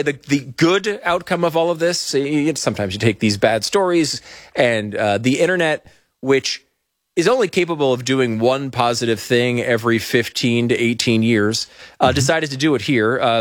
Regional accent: Northeast, United States; I mean, I grew up in the Northeast. Boston was part of my life growing up.

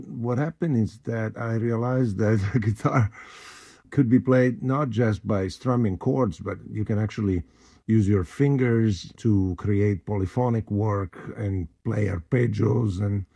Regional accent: Turin, Piedmont, Italy; also born or lived in Messina, Sicily; So I grew up in Torino

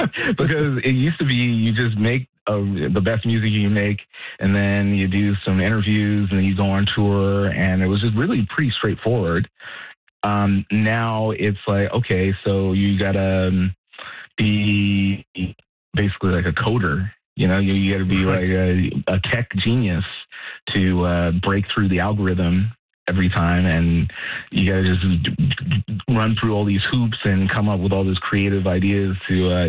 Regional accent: Edmonton, Alberta, Canada; born there

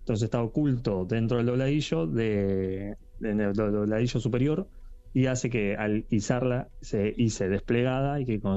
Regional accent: Quilmes, Buenos Aires Province, Argentina; now in Wilde, Argentina; No, yo soy de Buenos Aires. Yo nací en la ciudad de Quilmes. Bueno, vivo actualmente en Wilde, en Avellaneda, la zona sur de la provincia de Buenos Aires.

